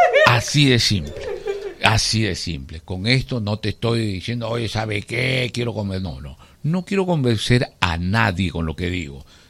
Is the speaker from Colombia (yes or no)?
no; Peru